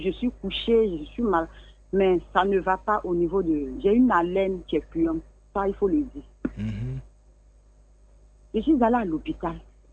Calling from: Abidjan, Côte d’Ivoire; J'appelle de Abidjan, Cocody, Rivera.

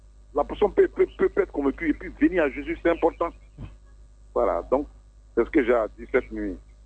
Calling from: Kumasi, Ashanti, Ghana; j'appelle de Kumasi.

